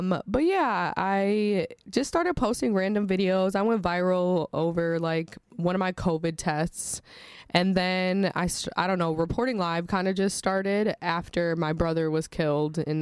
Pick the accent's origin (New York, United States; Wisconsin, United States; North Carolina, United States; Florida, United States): Wisconsin, United States; Milwaukee; Yes, I am a native. I was born and raised in Milwaukee. I was actually born and raised on the north side of Milwaukee.